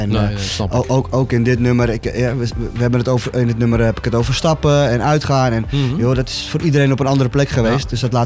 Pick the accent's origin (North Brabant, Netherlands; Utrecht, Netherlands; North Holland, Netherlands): North Holland, Netherlands; Amsterdam; ik kom uit Amsterdam, hè.